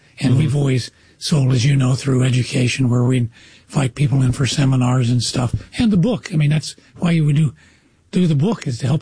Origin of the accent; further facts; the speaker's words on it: Lawrence, Kansas, United States; first off, Lawrence, Kansas, where the University of Kansas is my hometown.